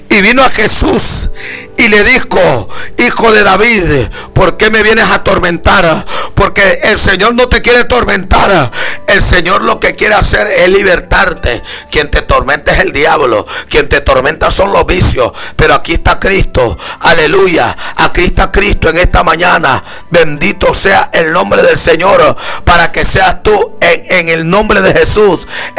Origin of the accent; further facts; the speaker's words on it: Río Chiquito, Cortés, Honduras; cuando paso por mi pueblo, aleluya, Río Chiquito